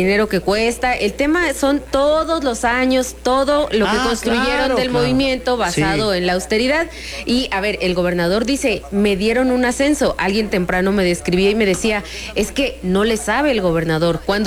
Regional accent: Chiapas, Mexico; tú que eres de Chihuahua, yo que soy de Chiapas, es que luego hay uno o dos vuelos.

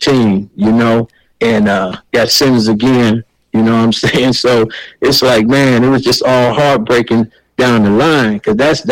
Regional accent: United States; growing up in the Black Bottoms

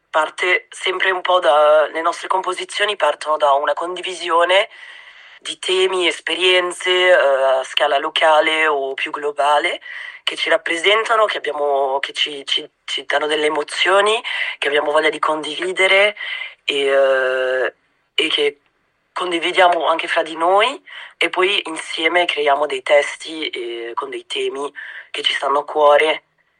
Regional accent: Ticino, Switzerland; first language Italian; le mie origini sono ticinesi, ho deciso di utilizzare la mia lingua madre, quindi molte canzoni di … in generale sono in italiano. Après, parliamo anche in francese, tedesco e inglese

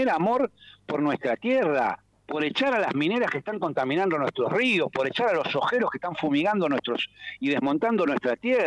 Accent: Argentina; Hay que salir a tener huevos como pueblo argentino

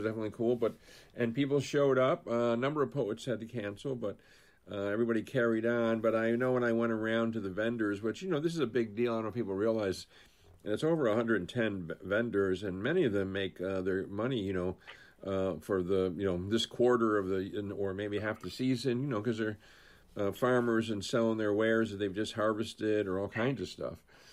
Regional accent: Buffalo, New York, United States; now in Greenfield, United States; growing up in Buffalo from Lake Erie

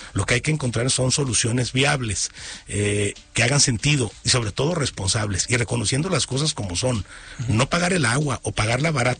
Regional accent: Mazatlán, Sinaloa, Mexico; Yo soy de Mazatlán, sí.

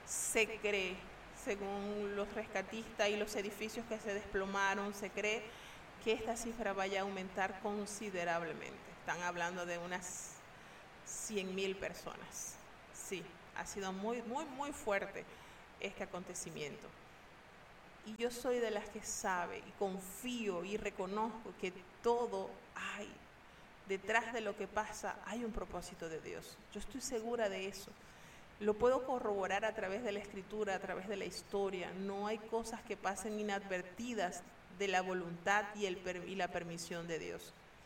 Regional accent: Venezuela; moved away as an adult; now in Panama; yo soy venezolana. Yo tengo ya 10 años viviendo acá en Panamá, pero soy venezolana, mis padres son venezolanos, todos mis hermanos, somos 7 hermanos, los 6 hermanos están allá en Venezuela.

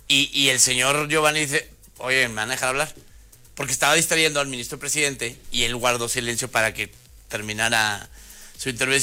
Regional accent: Chihuahua, Mexico; Si alguien topa al Partido Verde, es mi pueblo de Chihuahua, porque estamos, sabemos perfectamente quiénes son todos.

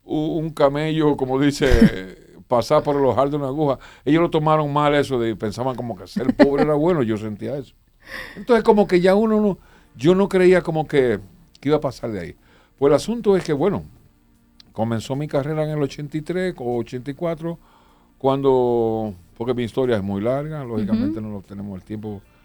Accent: Miches, El Seibo, Dominican Republic; also born or lived in Nagua; Si yo me crié en un campito sin luz que se llamaba la Colonia del Cedro de Miche, porque venimos de Nagua, yo de un año

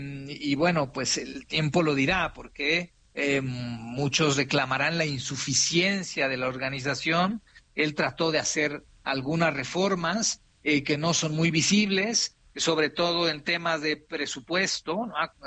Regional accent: Mexico

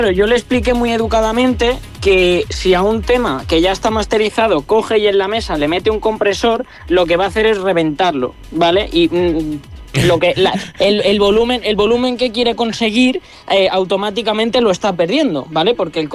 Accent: Talavera, Spain; moved away; estuve de vacaciones allí en Talavera, de donde soy yo

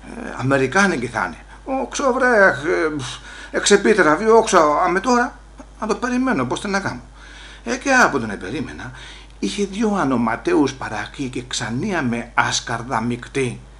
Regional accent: Olympos, South Aegean, Greece; έχω και εγώ λόγο να πω γιατί να είμαι από την Όλυμπο της Καρπάδου και θεωρώ πως έχουμε καλή εταιρεία.

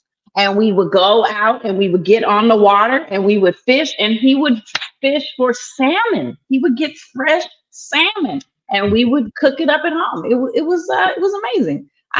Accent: San Francisco, California, United States; I grew up fishing. I grew up in San Francisco.

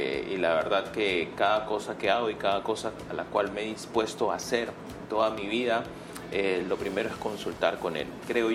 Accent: Lima, Peru; also born or lived in San Luis de Cañete; Mi mamá llegó con 2 niños, yo tenía 5 años, mi hermana tenía 4. Y bueno, crecí en Villa El Salvador, en medio de muchas carencias, muchas dificultades.

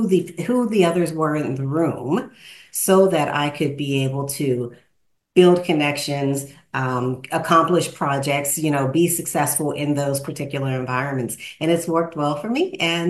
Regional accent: Pittsburgh, Pennsylvania, United States; we grew up in Pittsburgh, Pennsylvania, which is home.

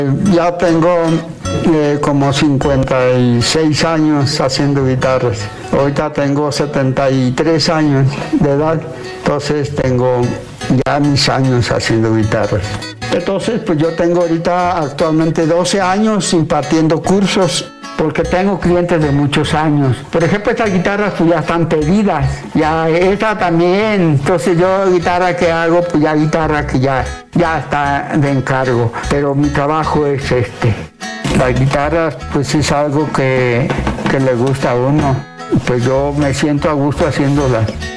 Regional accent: Paracho, Michoacán, Mexico; ¿de dónde es usted? De Paracho

